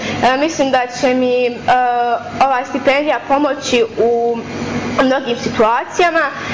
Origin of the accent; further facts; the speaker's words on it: Nova Kasaba, Republika Srpska, Bosnia & Herzegovina; imam 15 godina, završila sam osnovnu školu, dolazim iz Nove Kasabe.